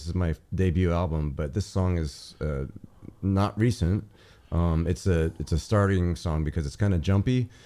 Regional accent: Maui, Hawaii, United States; moved away; I grew up on Maui, and then I moved away for a long time, and I moved back 5 years ago.

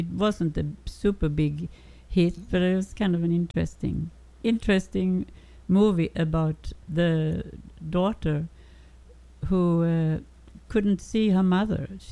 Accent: Sweden; moved away; also born or lived in Germany / Los Angeles; I lived in Germany for 10 years. I grew up in Sweden with a lot of rain and days without sun. I lived in Germany for 10 years. Without sunshine. And then I ended up in Los Angeles, where I actually started my career.

